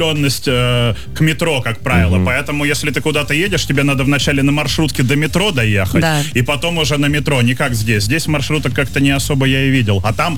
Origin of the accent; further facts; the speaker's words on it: Saint Petersburg, Russia; я просто тоже из Питера, ну, я на Просвете жил